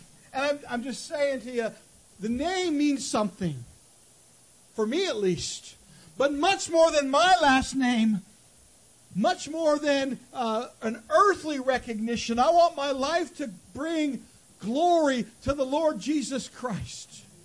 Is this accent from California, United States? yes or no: yes; Temecula, California, United States; when I grew up in Temecula, California, it was a small town. That's 100,000 people there now. But back then, it was just a few thousand people